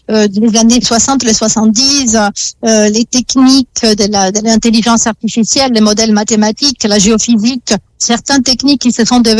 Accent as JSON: {"language": "French", "country": "Italy", "accent": "Italian", "second_language": "French", "said": "mon accent italien"}